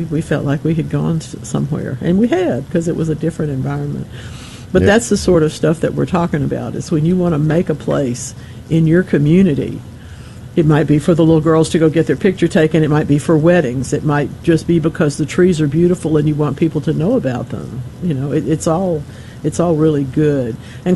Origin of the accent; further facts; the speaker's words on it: Monroe, Louisiana, United States; But it turns out that there was one in my hometown, and that's where, if you made good enough grades, that's where they took you to take your picture.